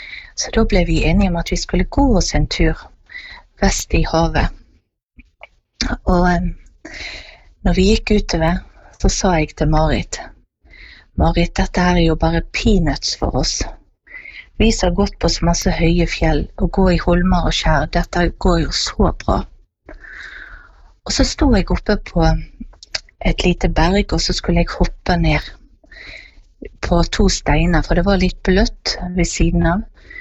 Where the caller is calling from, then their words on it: Bergen, Vestland, Norway; og jeg kommer fra Åsane nord for Bergen.